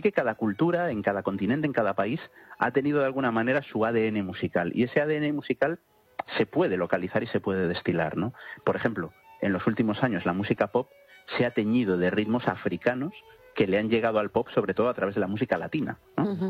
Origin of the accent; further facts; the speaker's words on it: Galicia, Spain; Yo que soy gallego, la música tradicional gallega tiene mucho ritmo ternario.